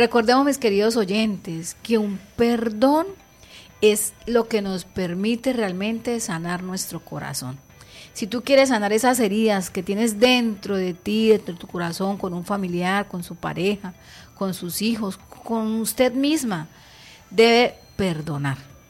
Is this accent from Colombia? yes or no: yes; Colombia; Como colombianos, estamos viviendo una etapa un poquito complicada, ¿no? Por nuestro país.